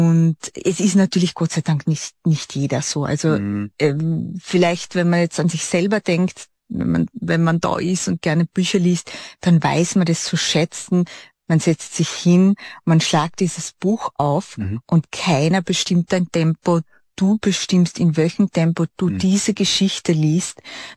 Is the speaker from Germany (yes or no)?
no; Styria, Austria; ich bin ja schon aus so Grazer Gegend, das ist ja fast schon ein bisschen südlich.